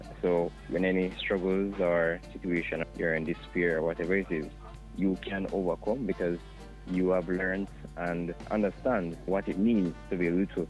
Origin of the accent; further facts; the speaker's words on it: Jamaica; Preserving their culture and let's not choose to forget where we're coming from as a Jamaican people.